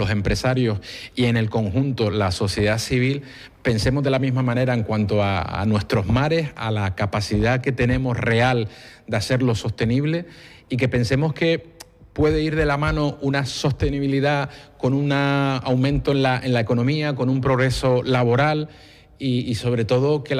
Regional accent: Canary Islands, Spain; de algo que nos rodea a nosotros como canarios, creo que tenemos que trabajar en esa línea.

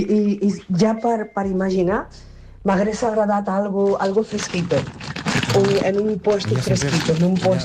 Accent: Terrassa, Catalonia, Spain; born there; now in Rubí, Spain; Jo vaig néixer a l'Hospital de Terrassa. Bueno, a l'hospital no, a la Mútua, que no existia l'hospital encara. Perquè a Rubí, que és on jo visc

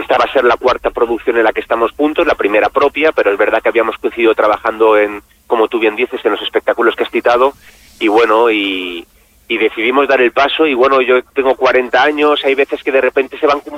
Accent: Valencia, Valencian Community, Spain; era Valencia, era una parada obligatoria, es uh-huh. mi tierra

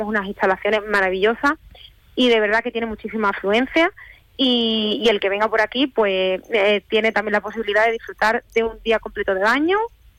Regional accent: Espera, Andalusia, Spain; no es porque yo sea de aquí y tenga que vender mi pueblo, pero os aseguro que os va a encantar.

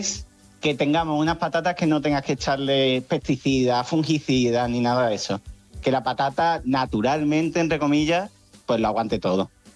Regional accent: Seville, Andalusia, Spain; now in Buenos Aires, Argentina; Yo soy de Sevilla. Yo lo que estoy haciendo es investigación aquí.

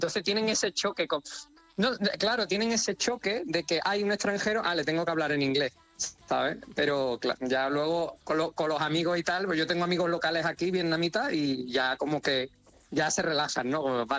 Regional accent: Seville, Andalusia, Spain; yo soy sevillano, yo soy de Sevilla, y nosotros pues, tenemos mucho salero, guasa

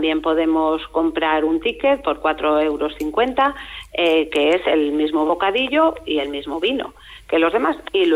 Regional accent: Spain; los que somos del Cortijo

